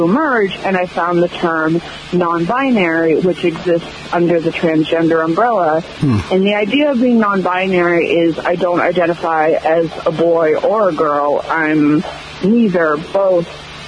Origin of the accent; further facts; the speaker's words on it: Middleborough, Massachusetts, United States; I grew up in Middleborough. Middleborough is a bit of a small rural community, not a lot of queer scene here